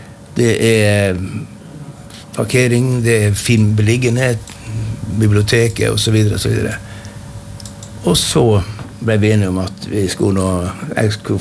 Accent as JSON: {"language": "Norwegian", "town": "Kristiansund", "region": "Møre og Romsdal", "country": "Norway", "tie": "born or raised there", "moved": "yes", "said": "Så hadde jeg en liten lansering i Kristiansund i min hjemby"}